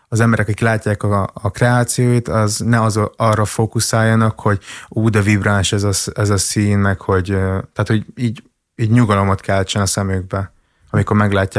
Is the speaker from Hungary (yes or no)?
yes; Hungary; born there; nem vagyok magyar, de itt születtem, közben vietnámi vagyok